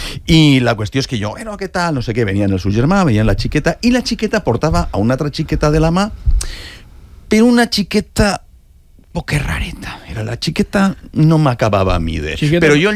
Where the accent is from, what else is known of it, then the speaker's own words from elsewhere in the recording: Alcoy, Valencian Community, Spain; moved away; el meu poble és Alcoi